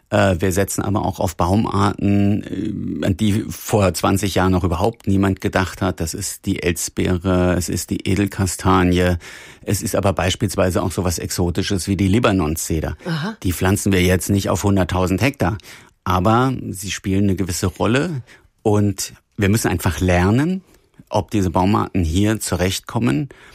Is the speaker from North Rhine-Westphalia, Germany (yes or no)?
no; Hesse, Germany; Also ich komme selber aus dem Taunus